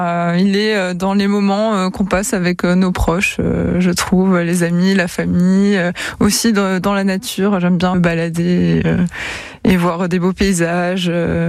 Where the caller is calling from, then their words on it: Reims, Grand Est, France; je suis dans les petits bonheurs ici Champagne-Ardenne. Alors, je sais que je suis de Reims parce que j'habite juste en face de la basilique Sainte-Clotilde